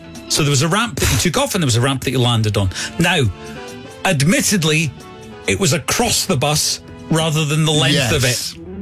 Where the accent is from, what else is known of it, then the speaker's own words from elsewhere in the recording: Hawick, Scotland, United Kingdom; when I was growing up in Hoyk